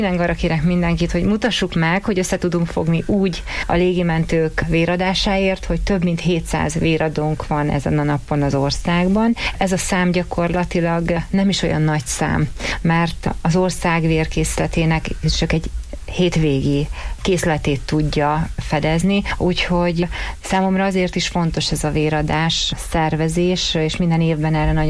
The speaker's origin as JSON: {"language": "Hungarian", "town": "Miskolc", "region": "Borsod-Abaúj-Zemplén", "country": "Hungary", "said": "és én is miskolciként Szeretném, ha ez éven a miskolci véradási helyszínen jelenne meg a legtöbb véradó."}